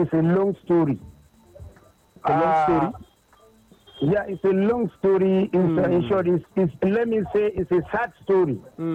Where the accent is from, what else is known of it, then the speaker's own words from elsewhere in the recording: Kano, Nigeria; now in Zaria, Nigeria; Normally, I came from Kano State.